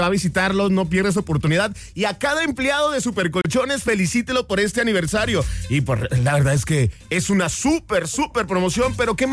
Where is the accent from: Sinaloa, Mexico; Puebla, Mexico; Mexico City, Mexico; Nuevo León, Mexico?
Nuevo León, Mexico; Monterrey; todos los que somos regios